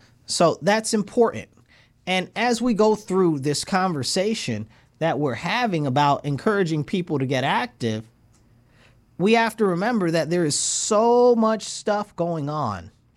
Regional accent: United States; I'm American. I only got one country and I'm black American.

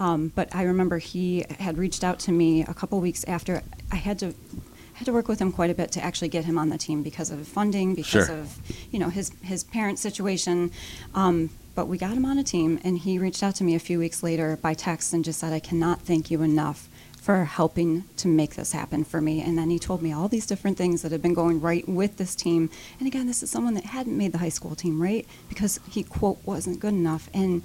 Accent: Irondequoit, New York, United States; now in Colorado, United States; growing up in West Irondequoit, that is a very special place to grow up, and it's a community, and our roots run deep there.

